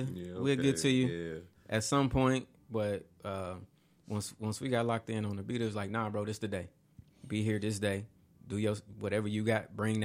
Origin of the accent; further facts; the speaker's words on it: Rantoul, Illinois, United States; now in Champaign, United States; Rantoul for middle school and high school, and I've been in Champaign ever since.